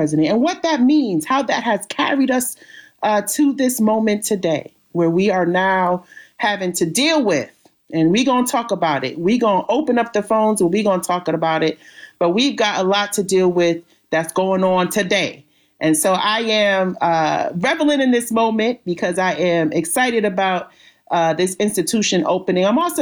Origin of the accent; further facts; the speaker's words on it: New York, United States; But I'm excited as a New Yorker to celebrate the Knicks championship